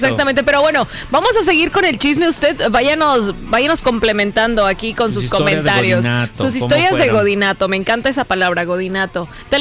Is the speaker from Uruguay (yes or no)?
no; Mexico; Fracasé como mexicana porque a mí ese tema me da terror